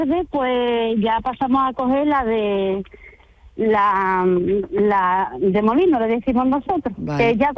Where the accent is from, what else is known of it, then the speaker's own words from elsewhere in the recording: Arahal, Andalusia, Spain; born there; yo soy de Aral, de nacimiento.